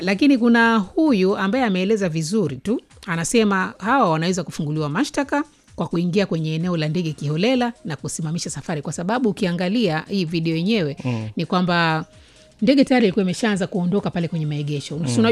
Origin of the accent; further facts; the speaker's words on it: Zanzibar, Tanzania; Mimi natoka Zanzibar